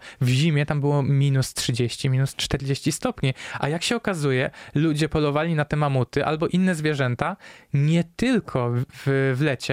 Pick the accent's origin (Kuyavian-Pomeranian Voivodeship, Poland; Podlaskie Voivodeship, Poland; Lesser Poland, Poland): Lesser Poland, Poland; Kraków; Kraków, czyli moje rodzinne miasto